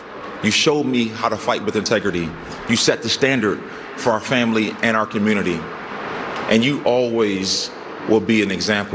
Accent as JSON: {"language": "English", "town": "Minneapolis", "region": "Minnesota", "country": "United States", "tie": "born or raised there", "said": "Chris, who I idolized as a kid growing up in Minneapolis."}